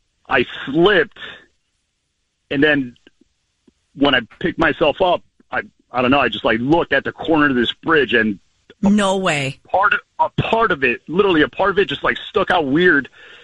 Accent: Lindenhurst, New York, United States; Lindenhurst.

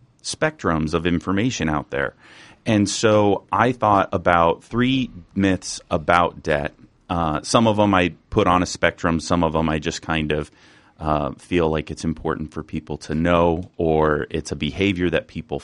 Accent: Spokane, Washington, United States; moved away as an adult; also born or lived in Utah / Texas; So I'm from Spokane originally. Left the state to go to school. Went down to Utah.

